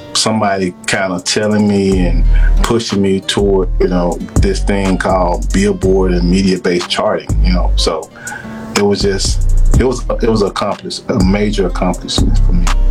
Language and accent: English; Memphis, Tennessee, United States; North. So, nah, I'm from Memphis.